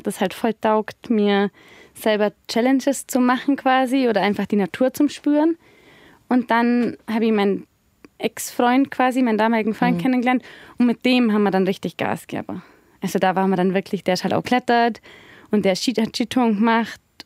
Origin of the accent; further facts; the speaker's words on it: Bad Hindelang, Bavaria, Germany; Ich komme aus Hindelang. Mhm. Das ist quasi ganz relativ südlich. Genau, und bin da aufgewachsen